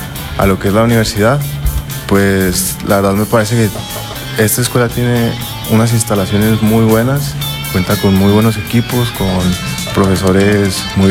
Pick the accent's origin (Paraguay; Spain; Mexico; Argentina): Mexico; Zacatecas; moved away as an adult; now in Bucaramanga, Colombia; el lugar de donde yo vengo